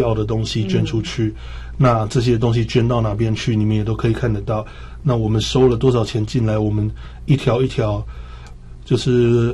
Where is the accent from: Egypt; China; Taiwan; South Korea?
Taiwan; 要不然的话，我们台湾人尤其公庙